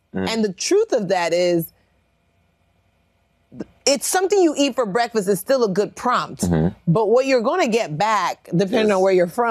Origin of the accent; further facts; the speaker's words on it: Nigeria; I'm Nigerian